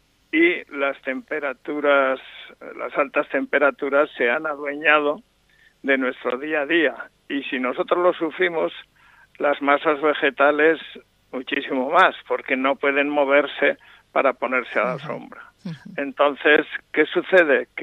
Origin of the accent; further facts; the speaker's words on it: Aragon, Spain; mi tierra de Monegros